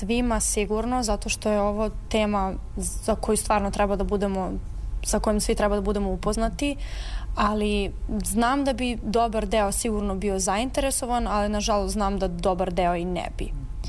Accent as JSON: {"language": "Serbian", "region": "Belgrade", "country": "Serbia", "said": "imam 17 godina, iz Beograda sam i učenica sam 4. godine 13. Beogradske gimnazije."}